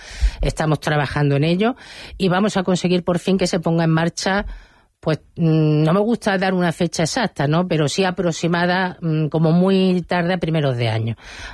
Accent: Linares, Andalusia, Spain; soy de Linares

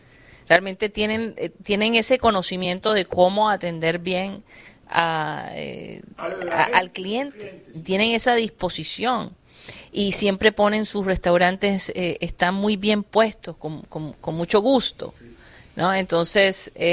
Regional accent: Colombia; vas a un restaurante colombiano y es mi tierrita, mi casita.

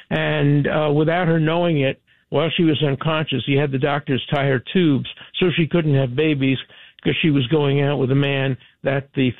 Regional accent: New York City, New York, United States; where I was born in Williamsburg. I was born probably in a house, a three-family house on U Street.

